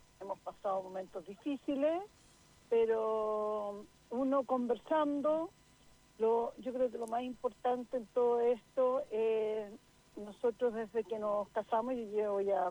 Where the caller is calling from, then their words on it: Santiago, Santiago Metropolitan Region, Chile; De Santiago.